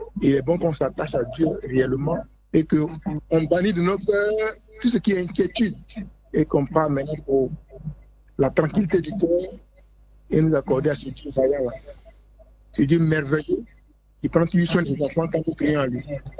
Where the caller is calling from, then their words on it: Jacqueville, Lagunes, Côte d’Ivoire; J'appelle de Jacquesville.